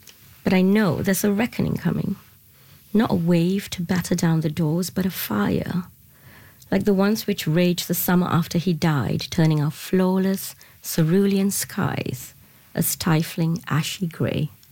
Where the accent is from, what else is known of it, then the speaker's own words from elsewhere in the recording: Ipoh, Perak, Malaysia; now in Winnipeg, Canada; My mother's house in Malaysia, the country of my birth.